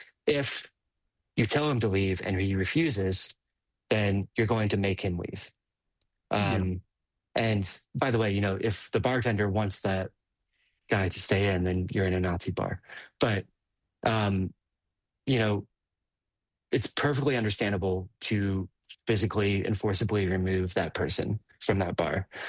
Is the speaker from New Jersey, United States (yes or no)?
no; Gettysburg, Pennsylvania, United States; Incidentally, it's actually like a town over from where I grew up. I grew up in Gettysburg, Pennsylvania.